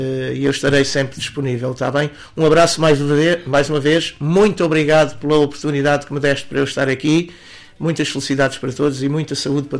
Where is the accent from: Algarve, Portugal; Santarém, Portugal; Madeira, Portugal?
Algarve, Portugal; Olhão; o tributo a … na minha terra, em Olhão, no sábado.